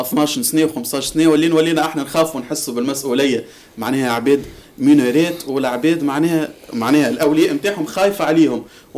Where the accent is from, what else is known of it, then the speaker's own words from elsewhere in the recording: Tunisia; هنا انا كشاب تونسي كشاب عندي طاقه